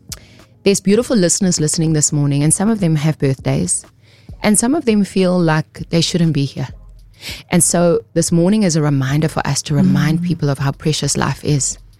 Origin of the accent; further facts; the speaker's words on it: South Africa; You know, us as South Africans, yo, I love being South African so much.